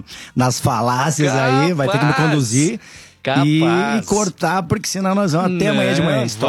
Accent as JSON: {"language": "Portuguese", "town": "Paverama", "region": "Rio Grande do Sul", "country": "Brazil", "tie": "born there", "also_born_or_lived": "Poço das Antas", "said": "54. É interior de Paverama, na localidade de Santa Manuela. Na verdade, eu nasci em Poço das Antas. E aí, na verdade... a gente morava, meu pai morava em Santa Manuela, né? E logo depois, eu tinha ali uns 8, 9 anos, a gente se mudou."}